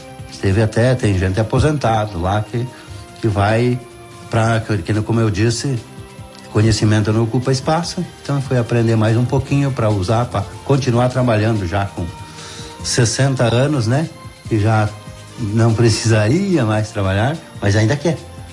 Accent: Machado, Minas Gerais, Brazil; Que eu vim do Machado, eu gosto de falar isso, e é verdade, né?

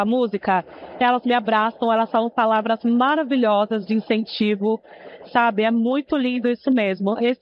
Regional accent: Guarulhos, São Paulo, Brazil; Sou de Guarulhos, São Paulo.

